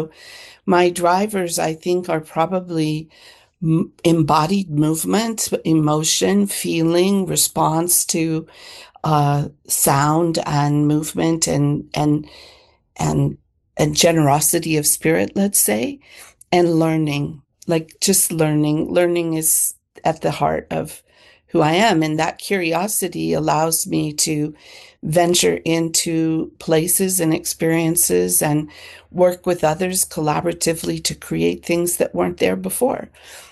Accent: Berkeley, California, United States; also born or lived in San Joaquin Valley, California / New Orleans; I grew up in Berkeley, but I was born in the San Joaquin Valley to a farming family.

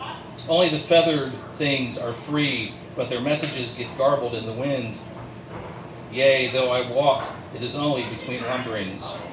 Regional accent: Cincinnati, Ohio, United States; now in Louisville, United States; I'm not from Louisville originally. I'm originally from around Cincinnati, and Cincinnati informs a lot of my mental imagination map.

